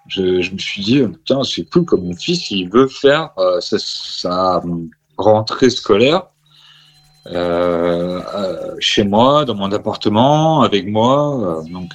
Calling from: Quimper, Brittany, France; moi, j'habite à Quimper.

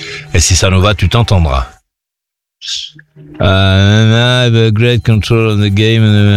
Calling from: Royat, Auvergne-Rhône-Alpes, France; Mais bon, moi je suis à Roya, tu vois, donc je suis en haut là, au vent.

